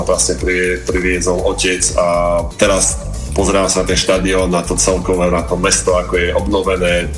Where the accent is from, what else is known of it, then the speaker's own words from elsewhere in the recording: Trenčín, Trenčín Region, Slovakia; moved away; to je v rodnom meste na štadióne, kde som prakticky prvýkrát vstúpil na lad